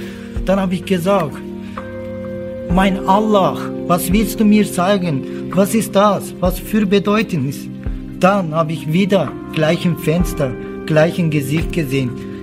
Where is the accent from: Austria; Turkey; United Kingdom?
Turkey; German is a second language; moved away as an adult; now in Switzerland; Ich bin aus der Türkei, ich bin in der Türkei aufgewachsen.